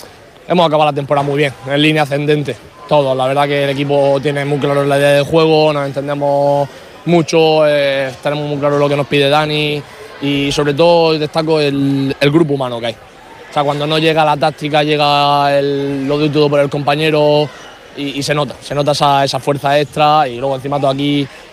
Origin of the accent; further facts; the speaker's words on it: Region of Murcia, Spain; yo como murciano me siento súper orgulloso